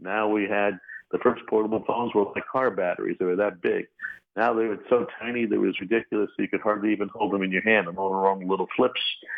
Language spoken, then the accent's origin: English; Brentwood, New York, United States; also born or lived in San Antonio, Texas; I was born in San Antonio, Texas, when my father was in the service and lived there on Randolph Air Force Base for a year. Then back to my parents' roots in New York.